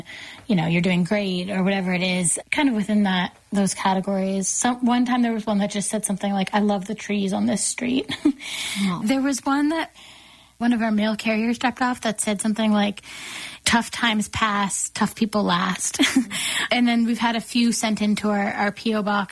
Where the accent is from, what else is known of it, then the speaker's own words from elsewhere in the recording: East Coast, United States; I'm from the East Coast and things like that.